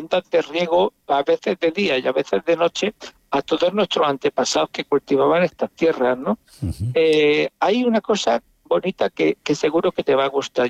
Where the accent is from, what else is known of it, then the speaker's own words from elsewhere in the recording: Region of Murcia, Spain; Somos la huerta de Europa en Murcia.